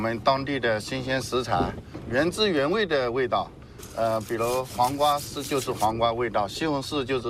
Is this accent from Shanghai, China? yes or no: no; Wangxian Valley, Jiangxi, China; 这是我从小在这里长大的村庄